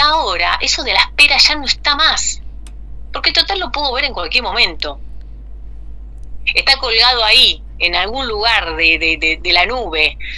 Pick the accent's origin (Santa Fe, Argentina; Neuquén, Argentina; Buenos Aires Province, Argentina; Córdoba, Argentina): Buenos Aires Province, Argentina; General Rodríguez; yo soy acá de Rodríguez